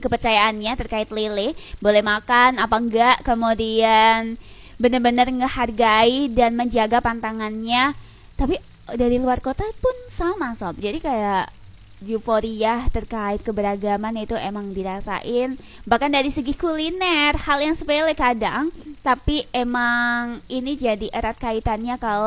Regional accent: Lamongan, East Java, Indonesia; ketika aku ngenalin aku asal Lamongan, yang ditanyain orang itu kadang, gimana buaran Lamongan gitu, gimana pecel lele Lamongan

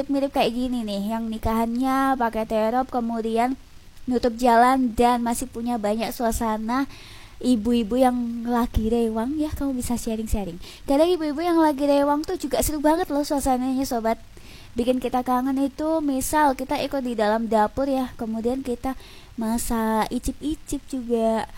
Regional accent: Lamongan, East Java, Indonesia; asli mana mbak? Asli Lamongan.

